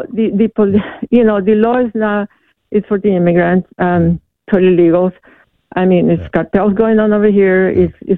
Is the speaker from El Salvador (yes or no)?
yes; El Salvador; English is a second language; moved away as an adult; now in United States; You know, I'm an immigrant. I'm from Salvador. When I came to America, you know, my cousin asked me to come and help me